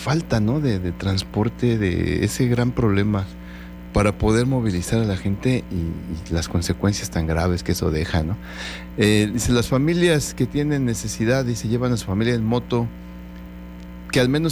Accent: Mexico; así somos los mexicanos

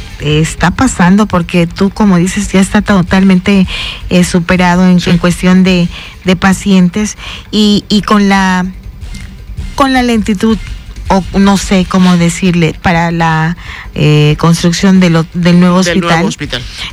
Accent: Mexico; así somos los mexicanos. Y yo me incluyo

